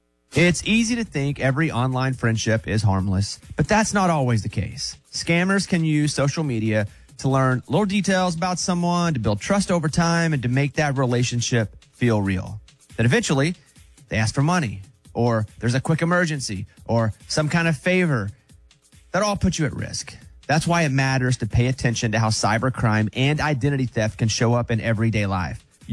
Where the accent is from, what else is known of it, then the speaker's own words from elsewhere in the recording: the South, United States; accent: Southern; Yeah, but it's still a Southern accent.